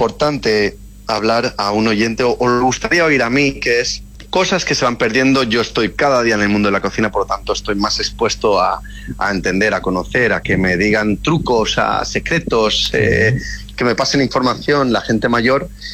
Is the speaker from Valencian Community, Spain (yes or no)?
no; Balearic Islands, Spain